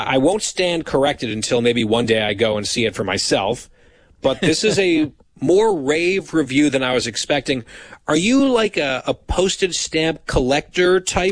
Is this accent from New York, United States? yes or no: no; Ridgewood, New Jersey, United States; moved away; my hometown, Ridgewood, New Jersey